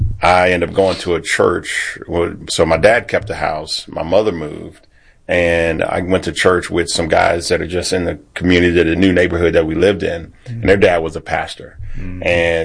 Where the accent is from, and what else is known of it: Baton Rouge, Louisiana, United States